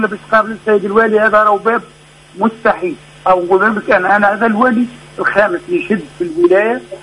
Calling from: Tunisia; أنا مواطن تونسي

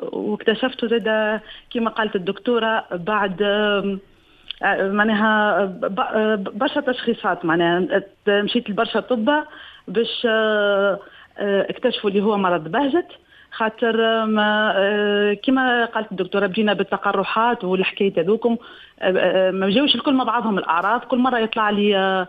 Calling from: Nabeul, Nabeul Governorate, Tunisia

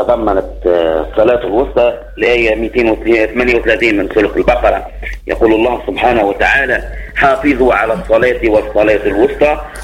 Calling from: Kairouan Governorate, Tunisia; من زلميري وليد قيروان.

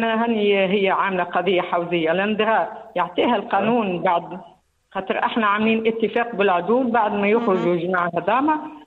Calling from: Mateur, Bizerte Governorate, Tunisia

